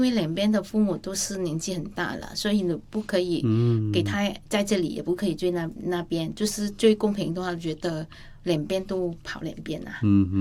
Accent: Vietnam; 我说不是、我是从越南来的。

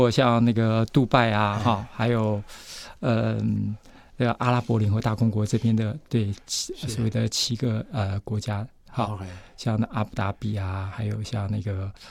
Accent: Taiwan; 我们台湾人

